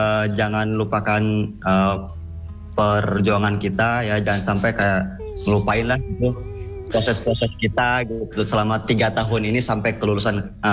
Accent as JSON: {"language": "Indonesian", "region": "West Java", "country": "Indonesia", "said": "Iya, kita dari Sunda soalnya."}